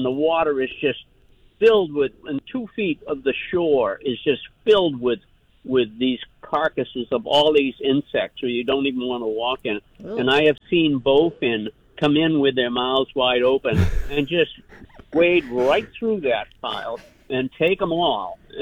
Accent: Killington, Vermont, United States; Hi. I'm from Killington, but I have a home up on Lake Champlain off of the west shore of Isle of Mont.

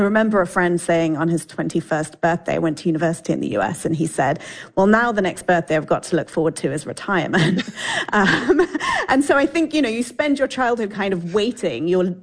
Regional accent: United Kingdom

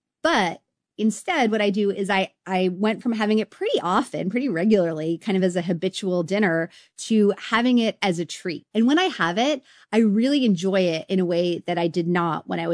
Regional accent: Canada; And, you know, as a Canadian, I am legally obligated to encourage people to seek out Quebec maple syrup

